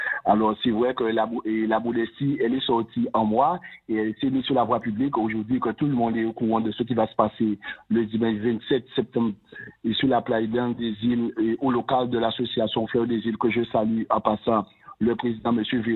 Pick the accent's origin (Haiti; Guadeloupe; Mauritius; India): Guadeloupe; parce que nous sommes en Guadeloupe, je suis guadeloupéen